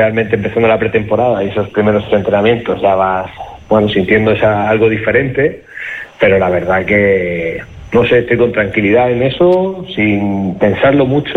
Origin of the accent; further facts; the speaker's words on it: Region of Murcia, Spain; moved away as an adult; now in Guernica, Spain; Allí en mi tierra, en Murcia, era profesor